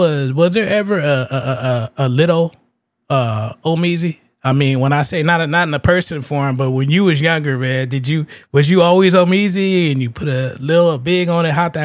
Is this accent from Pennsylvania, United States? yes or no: no; San Francisco, California, United States; That's why I was born and raised in Fillmore. I was in Mount Zion Hospital. You know what I mean? I lived in Fillmore for 28 years of my life, man.